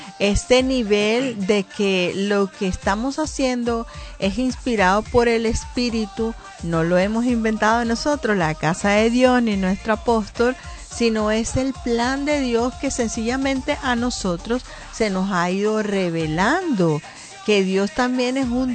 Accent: Venezuela; now in United States; aunque yo soy venezolana

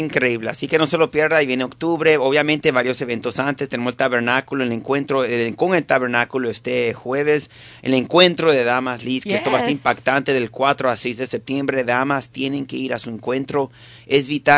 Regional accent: Venezuela; moved away; como venezolano siempre le pido que oren por mi nación.

